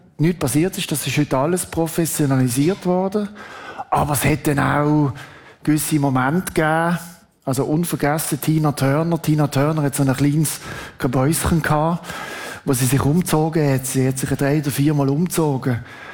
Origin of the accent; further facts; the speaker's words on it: Basel, Basel-Stadt, Switzerland; Und dann, ihr hört, ich bin in Basel aufgewachsen. Dort sind die grossen Rockshows im Jockeli-Stadion, oder?